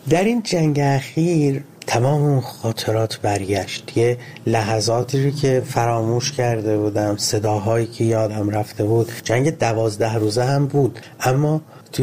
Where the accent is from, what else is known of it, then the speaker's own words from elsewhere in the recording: Ahvaz, Khuzestan, Iran; من کودکیمو توی جنگ گذروندم، اهواز، و در تمام طول 8 سال جنگ من با این سیر افزایشی بمباران‌ها بزرگ می‌شدم.